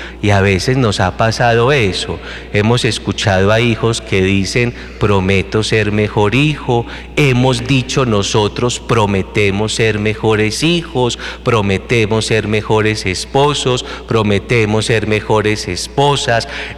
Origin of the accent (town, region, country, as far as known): Antioquia, Colombia